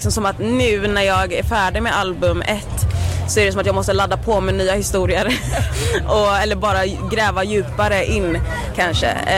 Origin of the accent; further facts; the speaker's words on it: Gothenburg, Västra Götaland County, Sweden; Jag är ju från Göteborg